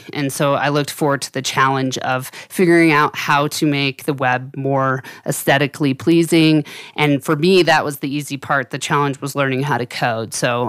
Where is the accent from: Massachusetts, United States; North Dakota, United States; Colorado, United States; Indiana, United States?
Colorado, United States; Denver; moved away as an adult; now in Grand County, Colorado, United States; As a kid, I grew up in Denver